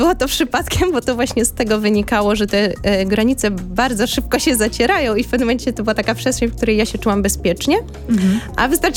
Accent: Warsaw, Masovian Voivodeship, Poland

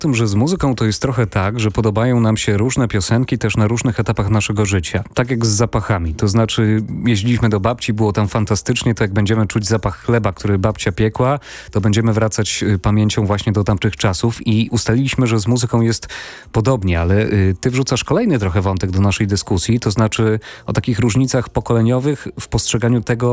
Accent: Rzeszów, Subcarpathian Voivodeship, Poland; ja z Rzeszowa pochodzę.

